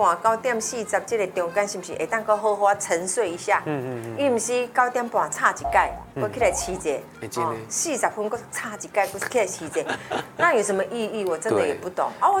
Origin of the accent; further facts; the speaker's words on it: Taiwan; 我们台湾人其实礼貌啦